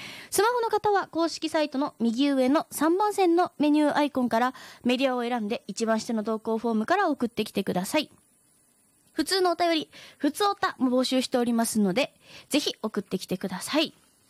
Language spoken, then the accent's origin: Japanese; Miyazaki, Japan; moved away; 私の地元宮崎県